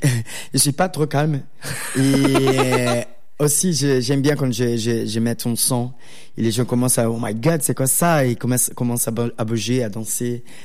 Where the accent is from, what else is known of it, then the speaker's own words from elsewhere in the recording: Rio de Janeiro, Brazil; on est carioca, on vient de Rio de Janeiro